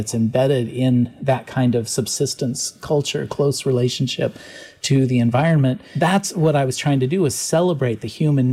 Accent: Alaska, United States; I was born and raised in Alaska, and I'm like really tight with snow and ice.

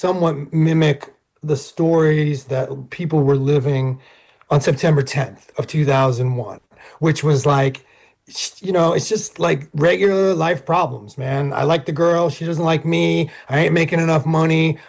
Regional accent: Long Island, New York, United States; I was a young man living in New York City on that day and during that period, and I'm from Long Island.

